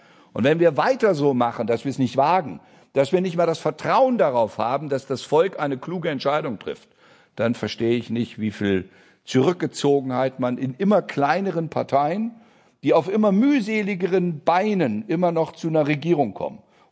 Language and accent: German; Teufelsmoor, Lower Saxony, Germany; born there; wäre für den Pfälzerwald gut, wäre für das Teufelsmoor gut, wo ich geboren bin, also für dünn besiedelte Regionen.